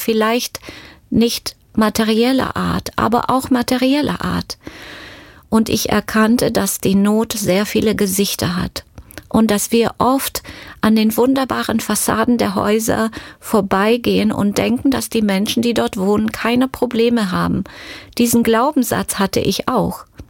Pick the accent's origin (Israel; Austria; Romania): Romania; moved away; Natürlich gingen mir die Geschichten aus Rumänien und aus meiner Jugendzeit sehr nach.